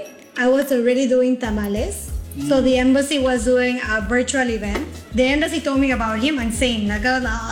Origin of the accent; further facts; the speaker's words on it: Puebla, Mexico; where are you from? I'm from Puebla.